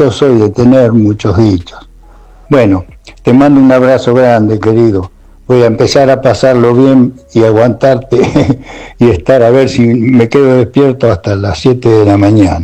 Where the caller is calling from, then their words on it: Mar del Plata, Buenos Aires Province, Argentina; Hola Oscarito, ¿cómo andás? Quiero ver el presente … de Mar del Plata.